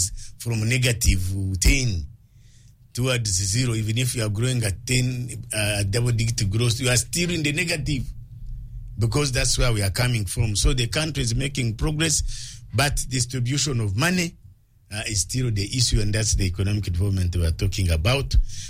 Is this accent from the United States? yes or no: no; Mbarara, Western Region, Uganda; now in Kampala, Uganda; I come from Barara. I think I should be able to come from Barara and work here in Kampala, and in at 5 go home, I go to Barara and come back.